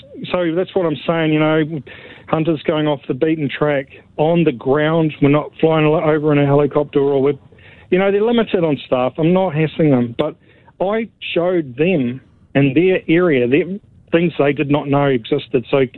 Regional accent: North Island, New Zealand; I'm from the North Island. I go to the other end of the country with a handful of traps.

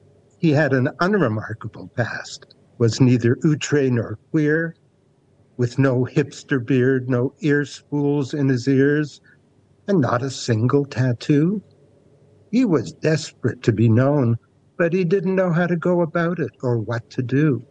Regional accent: Canada; accent: Canadian; moved away as an adult; now in Wellington, New Zealand; I've been in New Zealand 33 years, I'll never lose my Canadian accent because I came here at 42, and you don't lose an accent at that age.

